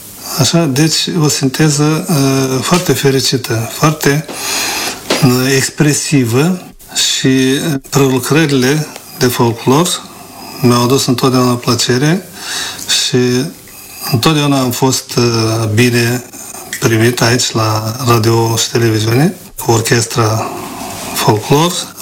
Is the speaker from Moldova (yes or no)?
yes; Gagauzia, Moldova; Deci, școala normală mi-a întărit, cum s-ar spune, izvoarele cântecului, izvoarele muzicii născute în satul meu natal și în mijlocul poporului meu găgăuz.